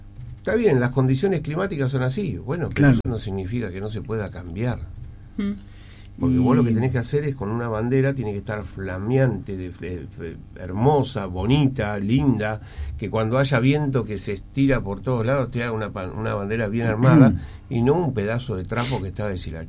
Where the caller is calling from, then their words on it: Argentina; lo digo como argentino y aparte como persona que ha estado en el conflicto